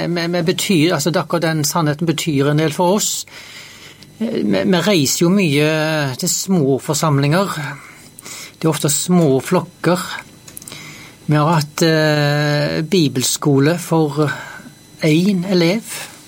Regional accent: Haugesund, Rogaland, Norway; now in Jæren, Norway; så jeg fra Haugesund. Så der jeg vokste opp og gifta meg her med min jærbu

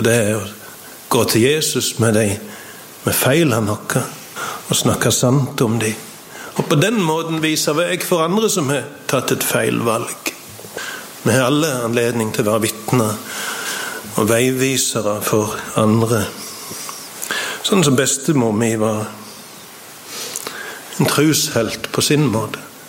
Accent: Sokndal, Rogaland, Norway; på Nesvåg hjemme I Sokndal.

